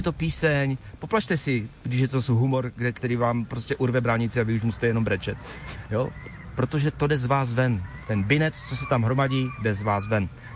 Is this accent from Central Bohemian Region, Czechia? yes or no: no; Ostrava, Moravian-Silesian Region, Czechia; my jsme všichni jako Ostraváci